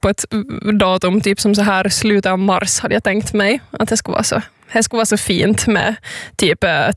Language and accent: Swedish; North Ostrobothnia, Finland; Jag bara är därifrån och vill liksom basunera ut på alla sätt jag kan. Att jag är från norra Österbotten.